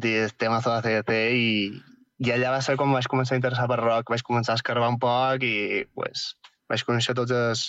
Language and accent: Catalan; Barcelona, Catalonia, Spain; No, jo soc de Barcelona.